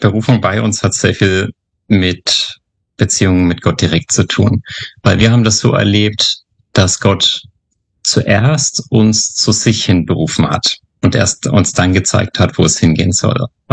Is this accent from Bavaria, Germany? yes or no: yes; Bayreuth, Bavaria, Germany; Ich bin in Bayreuth im schönen Oberfranken aufgewachsen. Ich bin in einem christlichen Umfeld aufgewachsen